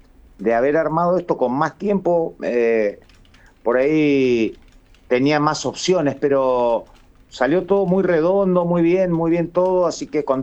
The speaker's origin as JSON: {"language": "Spanish", "country": "Argentina"}